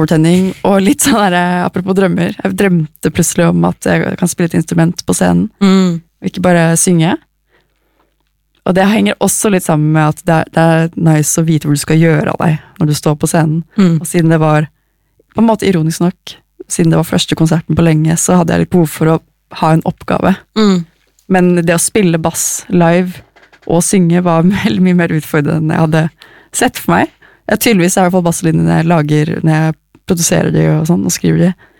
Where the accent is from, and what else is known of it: Oslo, Norway; born or raised there